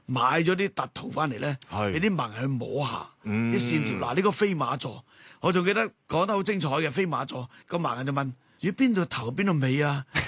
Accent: China; 可是我哋中國人都好多噶

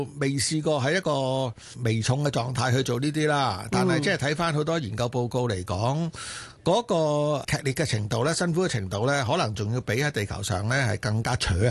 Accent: Hong Kong; 我哋香港人

